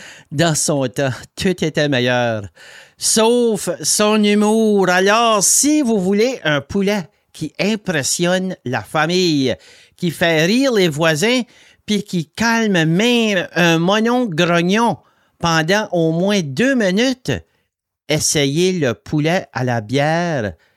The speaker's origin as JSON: {"language": "French", "region": "the Maritimes", "country": "Canada", "said": "on vient des Maritimes"}